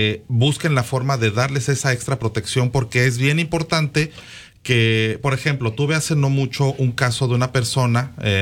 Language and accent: Spanish; Mexico; now in United States; porque yo soy mexicano